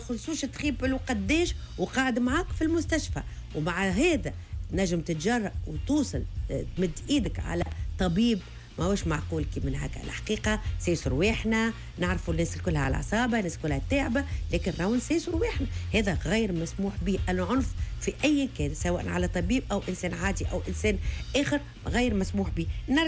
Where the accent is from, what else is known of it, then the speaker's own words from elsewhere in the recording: Tunisia; انا ديما تقعد لي فخر يا ديك كتونسيه